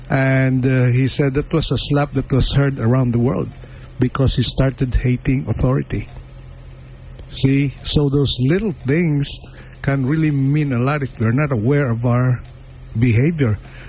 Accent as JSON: {"language": "English", "country": "Philippines", "moved": "as an adult", "lives_now": "United States", "said": "And I was a newbie from the Philippines."}